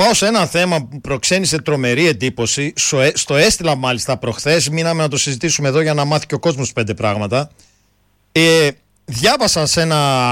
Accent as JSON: {"language": "Greek", "country": "Greece", "said": "Πώς το εκλαμβάνω εγώ ως Έλληνας"}